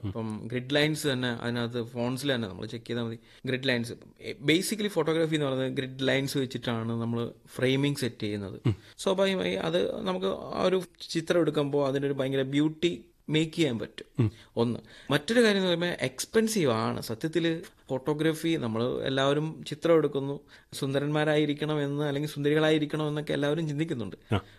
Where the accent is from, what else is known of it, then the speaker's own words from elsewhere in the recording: Kollam, Kerala, India; എന്റെ നാട് കൊല്ലമാണ്. കൊല്ലത്ത് കരിക്കോട് എന്ന് പറയുന്നത് കെ എം എഞ്ചിനീയറിംഗ് കോളേജിന്റെ അടുത്തായിട്ട് തന്നെയാണ് വീട്.